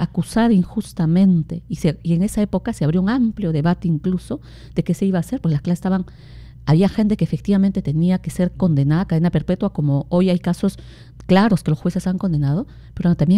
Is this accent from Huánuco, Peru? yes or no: no; Cusco, Peru; Yo soy cusqueña, he vivido 10 años de comunidades